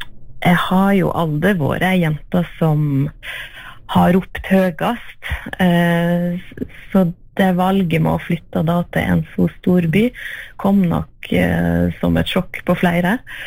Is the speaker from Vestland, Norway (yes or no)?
yes; Hafslo, Vestland, Norway; born or raised there